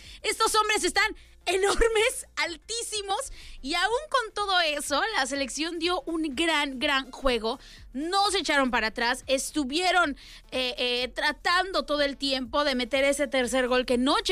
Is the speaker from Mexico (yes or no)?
yes; Mexico; Porque así somos los mexicanos.